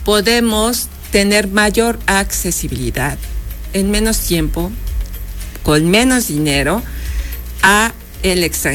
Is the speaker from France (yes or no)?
no; Puebla, Mexico; soy poblana